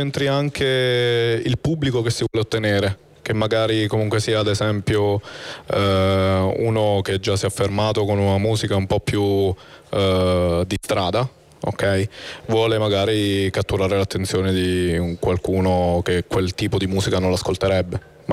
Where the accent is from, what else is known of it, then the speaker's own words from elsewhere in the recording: Giulianova, Abruzzo, Italy; also born or lived in Tortoreto; Io sono nato a Giulianova, okay. E ho vissuto a Tortore Toledo, il paese a fianco